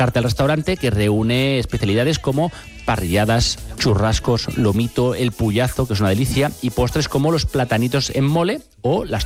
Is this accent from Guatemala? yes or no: yes; Guatemala; Soy de Guatemala.